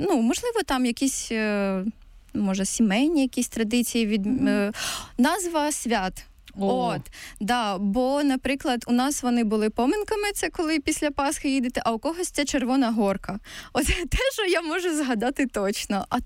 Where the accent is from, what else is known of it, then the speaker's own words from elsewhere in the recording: Dnipropetrovsk Oblast, Ukraine; moved away as an adult; also born or lived in Kharkiv; Я взагалі родом з Кривбасу, з Криворіжжя, з невеликого містечка, і я там прожила перші 20 років, а потім переїхала саме в Харків навчатися.